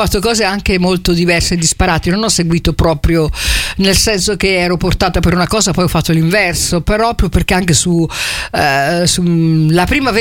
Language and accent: Italian; Pollenza, Marche, Italy; born there; sono partita da Pollenza